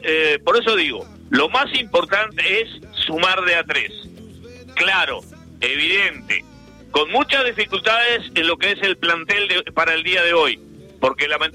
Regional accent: Uruguay; O sea, estamos especulando como buenos uruguayos de los puntajes que hay.

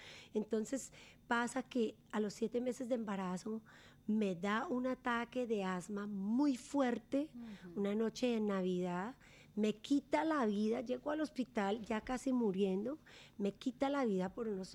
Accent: Colombia; yo crecí en Colombia en la cultura del frito, en la cultura del arrocito, la papita frita, la tajadita frita, el huevito frito y la carnecita así de pequeñita en nuestro plato, todo frito.

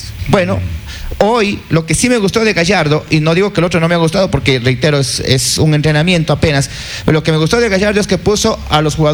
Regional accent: Ecuador; Soy ecuatoriano

